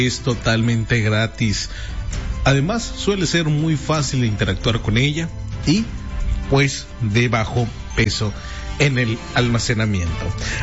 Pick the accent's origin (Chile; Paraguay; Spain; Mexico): Mexico; ¿Qué si no somos privilegiados los mexicanos?